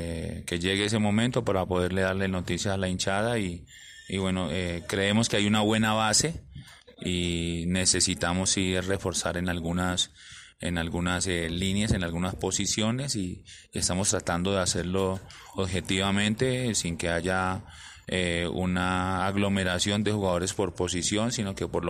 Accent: Colombia; uno como colombiano

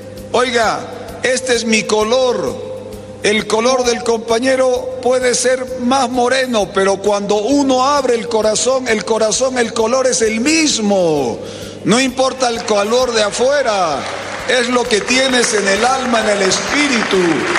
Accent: Bolivia; Aquí todos somos bolivianos, aquí todos somos parte de la misma patria

